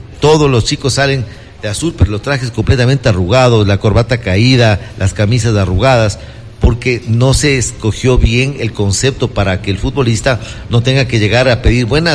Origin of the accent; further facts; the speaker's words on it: Ecuador; now in Miami, United States; Porque sabía que era ecuatoriano.